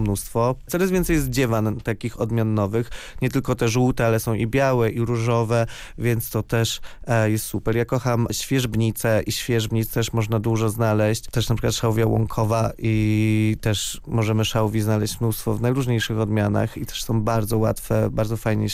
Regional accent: Tricity, Pomeranian Voivodeship, Poland; Ja jestem z Trójmiasta, u nas czasami takie pierwsze poważne mrozy przychodzą czasami nawet w grudniu dopiero.

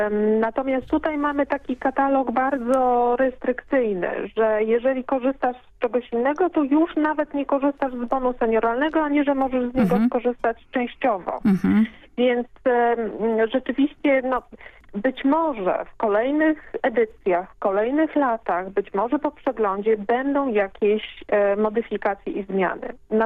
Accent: Pomeranian Voivodeship, Poland; u nas na Pomorzu

